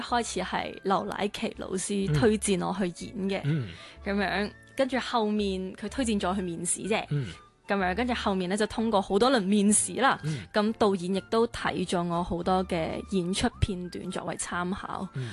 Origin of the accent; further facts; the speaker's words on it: Macau; 因为他是邓家人、但是都是澳门人嘛，我都是澳门人